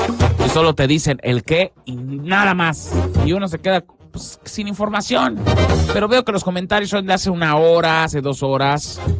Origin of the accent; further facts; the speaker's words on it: Mérida, Yucatán, Mexico; Porque soy de Vergel.